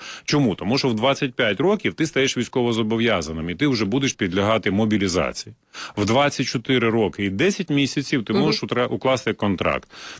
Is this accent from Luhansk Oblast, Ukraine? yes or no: yes; Luhansk Oblast, Ukraine; я згадую своє дитинство, тому що я народився і виріс на Донбасі, на Луганщині, і поруч зі мною завжди були або шахтарі, або металурги.